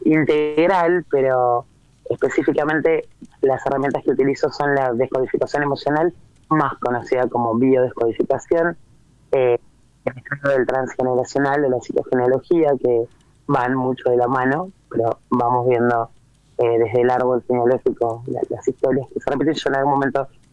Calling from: Ciudad de la Costa, Canelones, Uruguay; de Uruguay.

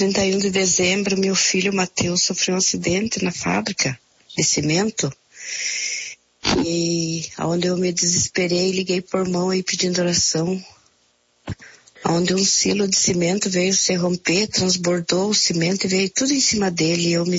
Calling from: Rio Branco, Acre, Brazil; Eu sou daqui de Rio Branco

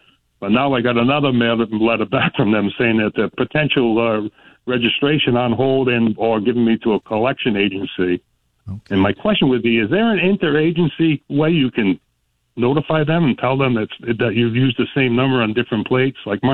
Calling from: Warren, United States; I'm from Warren

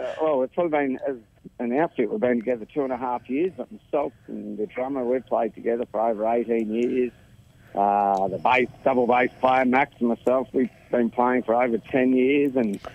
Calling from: Victoria, Australia; I'm calling in from just outside of Bryce in northeast Victoria.

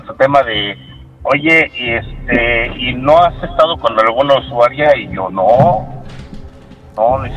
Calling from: Mexico City, Mexico; De la Ciudad de México.

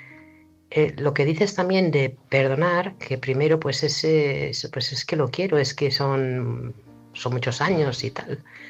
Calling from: Barcelona, Catalonia, Spain; de Barcelona.

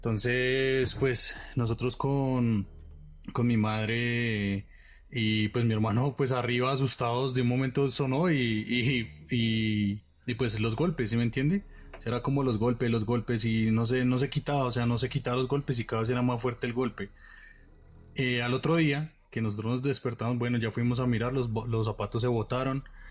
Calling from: Bogotá, Colombia; soy de Bogotá, vivo en la localidad de San Cristóbal.

